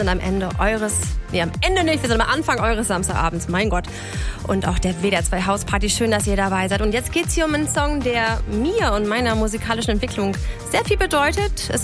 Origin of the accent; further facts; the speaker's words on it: Northern Germany, Germany; es ist eine Hymne in meiner Heimat Norddeutschland.